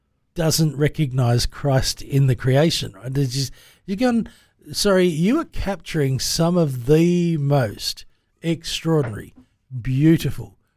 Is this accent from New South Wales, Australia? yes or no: yes; Mudgee, New South Wales, Australia; where I grew up in Mudgee